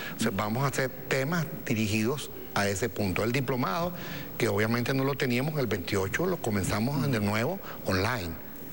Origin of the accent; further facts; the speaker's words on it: Venezuela; trabaje duro como somos los venezolanos, sea solidario, que eso lo tenemos los venezolanos en las venas